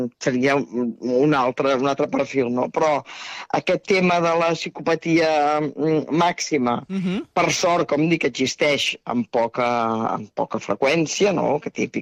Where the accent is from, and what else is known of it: Terrassa, Catalonia, Spain